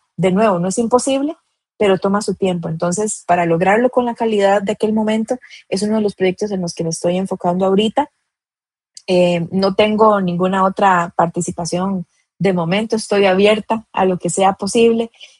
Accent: Costa Rica; tengan un pedacito de lo que yo soy, de Costa Rica y de mí.

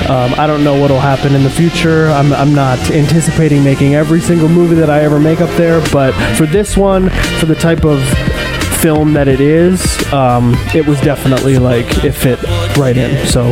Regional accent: New York, United States; moved away; my hometown in upstate New York

